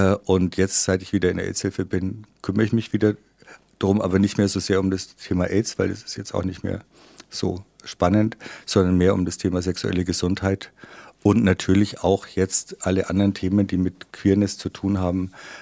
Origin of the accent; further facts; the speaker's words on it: Bavaria, Germany; Ich komme aus der Oberpfalz, das habe ich schon erzählt. Ich bin der vierte einer fünfköpfigen Pfarrerssohnfamilie, der relativ streng erzogen wurde und dann noch in der Oberpfalz als Protestant in der katholischen Oberpfalz